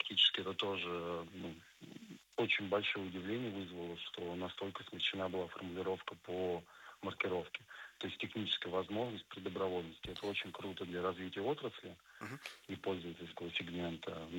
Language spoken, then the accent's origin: Russian; Dubna, Moscow Oblast, Russia; мне, как уроженцу Дубны